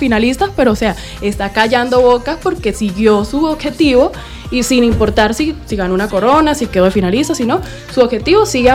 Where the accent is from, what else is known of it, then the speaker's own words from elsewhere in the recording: Venezuela; No, siempre en mi país, en mi ciudad.